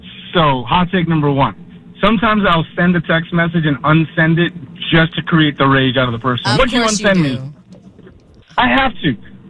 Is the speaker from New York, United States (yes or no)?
yes; New York, United States; I'm from New York. I'm from New York. I'm sorry. It's a New Yorker, man.